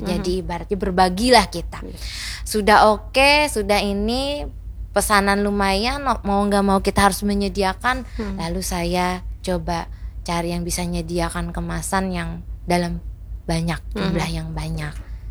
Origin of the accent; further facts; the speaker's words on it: Banjarmasin, South Kalimantan, Indonesia; Kita dari Banjarmasin.